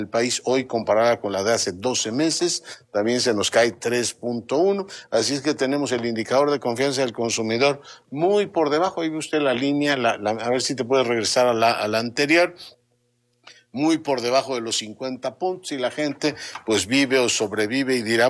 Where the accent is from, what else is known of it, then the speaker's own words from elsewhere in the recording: Mexico City, Mexico; yo soy, capitalino.